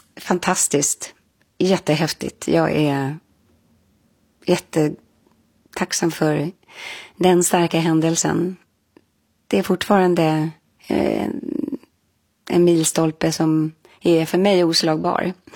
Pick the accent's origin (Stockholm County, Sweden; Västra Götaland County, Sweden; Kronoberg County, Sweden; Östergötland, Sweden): Stockholm County, Sweden; Stockholm